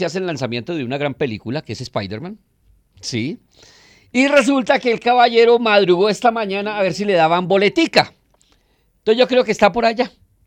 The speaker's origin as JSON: {"language": "Spanish", "country": "Colombia", "said": "Así somos los colombianos con ese perrenque, con las ganas de salir adelante."}